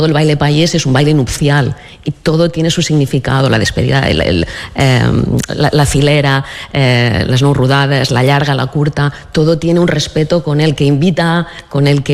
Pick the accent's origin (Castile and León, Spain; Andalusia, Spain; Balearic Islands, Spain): Balearic Islands, Spain; Ibiza